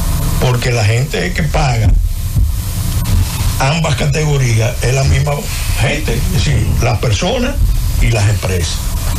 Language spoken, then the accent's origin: Spanish; Dominican Republic